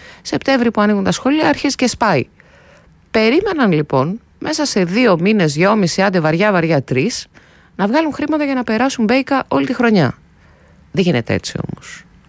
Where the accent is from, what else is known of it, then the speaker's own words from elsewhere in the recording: Central Macedonia, Greece; moved away; με την πατρίδα μου, τη Χαλκιδική